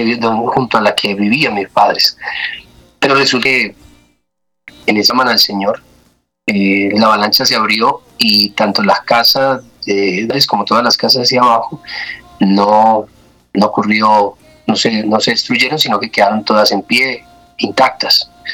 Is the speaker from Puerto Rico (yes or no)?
no; Ibagué, Tolima, Colombia; born there; now in Doima, Colombia; Soy tolimense por la gracia del Señor. Nací en la ciudad de Ibagué.